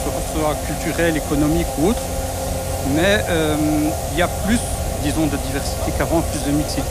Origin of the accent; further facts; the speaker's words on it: Evere, Brussels-Capital Region, Belgium; now in Molenbeek, Belgium; J'ai grandi à Evere, j'ai vécu pendant 15 ans à Evere, donc à Bordet, vraiment à l'extrémité de Bruxelles.